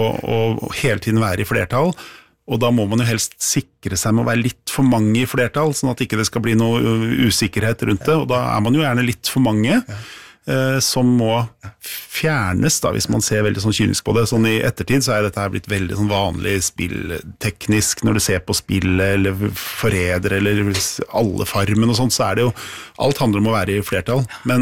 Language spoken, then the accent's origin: Norwegian; Oslo, Norway; hvis du hadde vært hjemme i Oslo